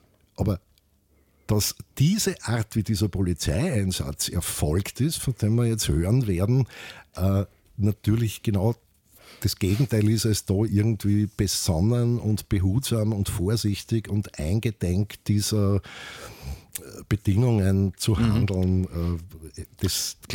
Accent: Carinthia, Austria; ich bin ja selber Kärntner Slowene.

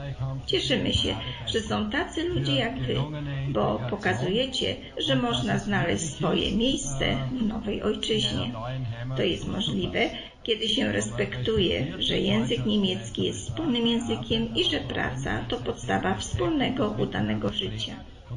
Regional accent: Croatia; Polish is a second language; moved away; Ja pochodzę z Chorwacji i dobrze wiem, jak to jest, kiedy trzeba rozpoczynać życie w nowej ojczyźnie.

